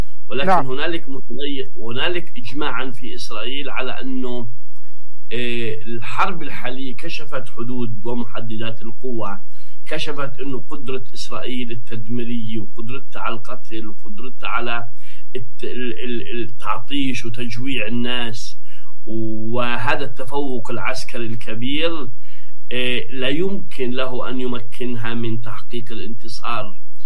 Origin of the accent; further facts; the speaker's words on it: Palestine; عندنا كفلسطينيين وكعرب. نحن الفلسطينيين والعرب